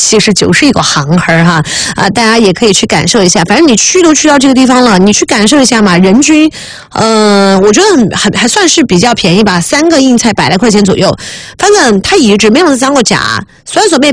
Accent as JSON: {"language": "Chinese", "town": "Zizhong", "region": "Sichuan", "country": "China", "said": "我们生在沱江边嘛，吃鱼摆摆也很厉害，做鱼摆摆当然也很厉害"}